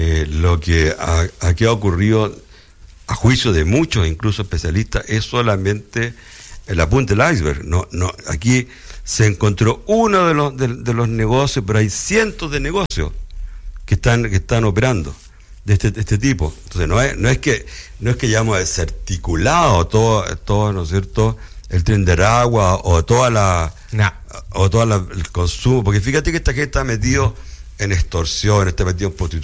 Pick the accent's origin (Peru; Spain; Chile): Chile